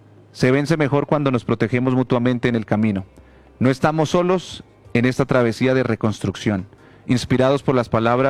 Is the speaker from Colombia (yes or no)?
yes; Colombia; como siempre lo hemos hecho como colombianos.